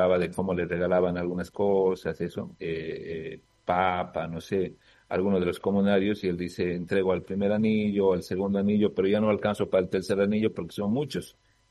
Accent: Bolivia; Es muy anormal lo que sucede en mi país, en esa región.

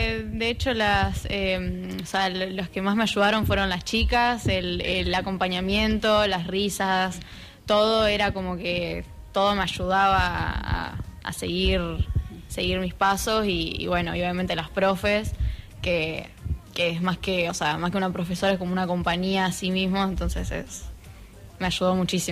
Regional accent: La Pampa, Argentina; moved away

